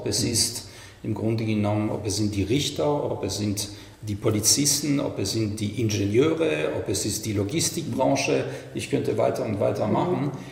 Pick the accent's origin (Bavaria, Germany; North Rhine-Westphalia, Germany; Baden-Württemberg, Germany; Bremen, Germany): Bavaria, Germany; Munich